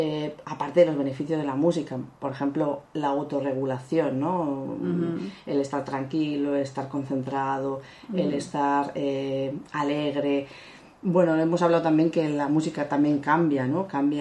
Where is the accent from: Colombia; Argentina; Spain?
Spain; now in Germany; Aunque yo no vengo de Latinoamérica, mi madre viene de Chile, pero yo soy española